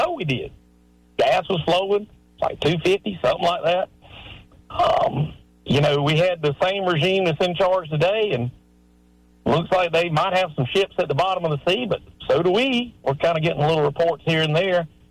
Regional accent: United States; I mean, we as the American people, we're doing reverse asset purchases

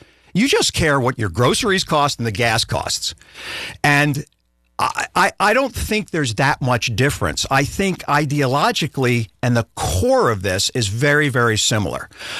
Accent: New York, United States; I was born and raised in New York, so I'm familiar with Trump.

